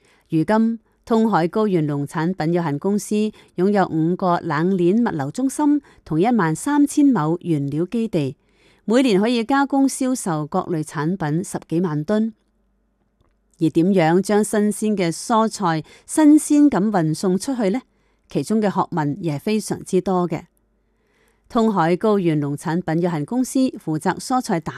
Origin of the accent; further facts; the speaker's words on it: Thailand; 我们泰国人是很喜欢云南菜的，一般高级的酒店都喜欢我们云南菜。